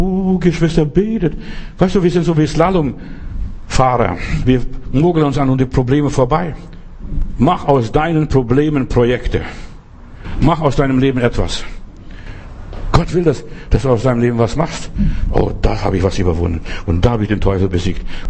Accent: Klaipėda County, Lithuania

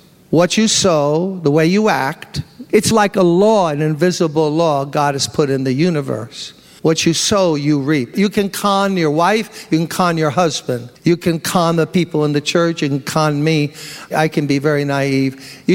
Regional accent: New York City, New York, United States; I'm from Brooklyn. I'm proud of my borough in a way

